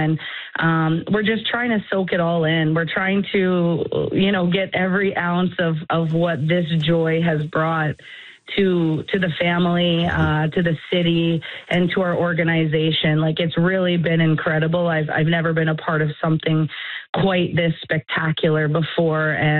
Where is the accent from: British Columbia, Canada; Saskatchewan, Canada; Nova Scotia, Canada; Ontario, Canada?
Nova Scotia, Canada; now in Montreal, Canada; I you know, didn't grow up in Montreal. I grew up in Nova Scotia